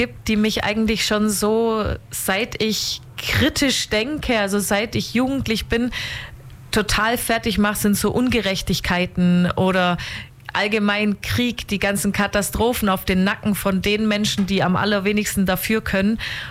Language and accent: German; Weißenhorn, Bavaria, Germany; wo ist meine Heimat? Weißenhorn. Und jetzt bin ich ja wieder vor 8 Jahren oder so nach Weißenhorn zurückgezogen.